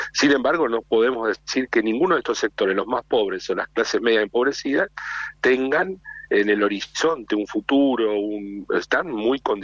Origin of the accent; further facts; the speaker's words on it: Argentina; now in Mendoza, Argentina; soy originario de Lamba, estoy en Mendoza, ¿no?